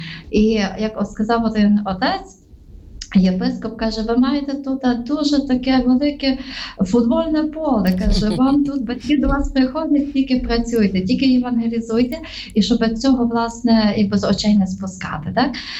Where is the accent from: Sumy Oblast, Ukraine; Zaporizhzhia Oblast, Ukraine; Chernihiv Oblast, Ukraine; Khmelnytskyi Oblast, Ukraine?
Khmelnytskyi Oblast, Ukraine; Я сама з Хмельниччини.